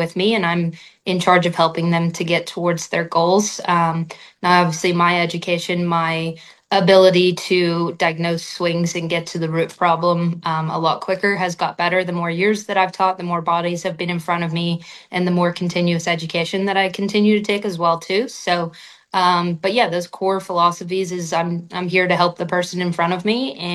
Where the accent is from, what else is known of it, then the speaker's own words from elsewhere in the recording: Northern Ireland, United Kingdom; moved away as an adult; also born or lived in Arizona / Florida; now in Missouri, United States; So I grew up in Northern Ireland, played junior golf there